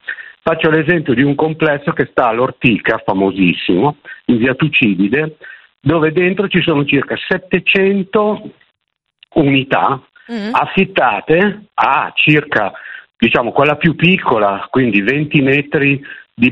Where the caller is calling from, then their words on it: Milan, Lombardy, Italy; sono di Milano.